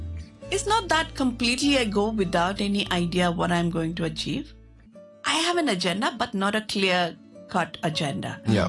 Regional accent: India; moved away as an adult; now in Hong Kong; being an Indian

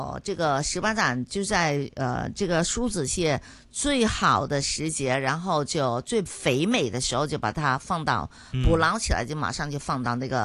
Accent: Chaozhou, Guangdong, China; 杨师傅也是我们潮州人呢，

